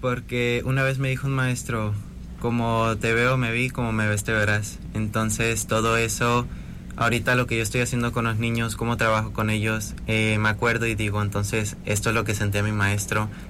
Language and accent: Spanish; Tecomán, Colima, Mexico; Yo vengo de Tecomán.